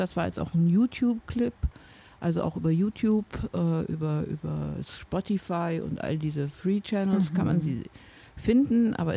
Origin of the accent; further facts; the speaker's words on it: Southern Germany, Germany; moved away; ich komme ja ganz aus dem Süden.